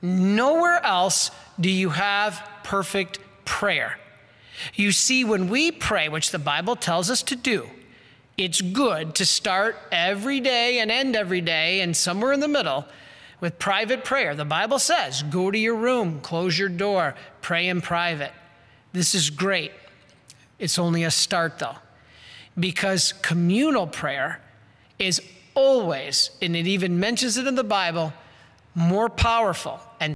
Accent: Detroit, Michigan, United States; I'm from Detroit.

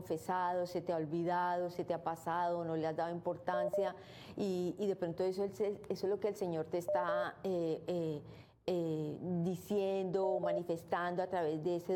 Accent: Colombia; Colombia, mi tierra querida

